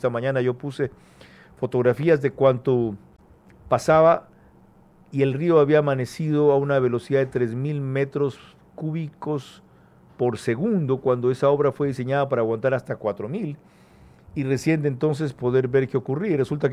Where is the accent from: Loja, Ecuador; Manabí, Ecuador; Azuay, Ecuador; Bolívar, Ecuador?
Manabí, Ecuador; Bahía de Caráquez; La situación en mi tierra es gravísima.